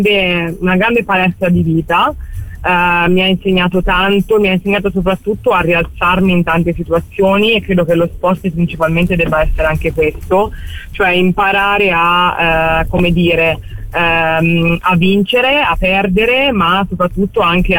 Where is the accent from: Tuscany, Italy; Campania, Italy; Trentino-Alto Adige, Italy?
Tuscany, Italy; Florence; nel senso che io sono cresciuta a Firenze e io volevo finire la carriera a Firenze